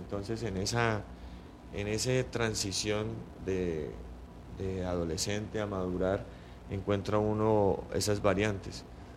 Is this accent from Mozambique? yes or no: no; Colombia; uno como buen colombiano